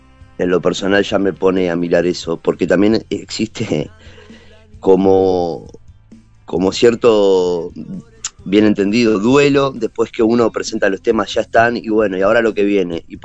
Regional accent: Uruguay

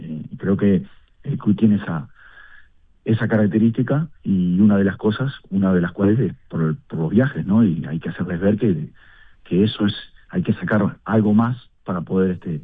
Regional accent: Noblía, Cerro Largo, Uruguay; moved away; yo soy de Noblía, con mucho orgullo.

